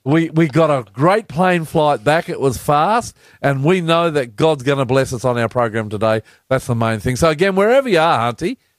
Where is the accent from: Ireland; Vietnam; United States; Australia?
Australia; welcome to the program.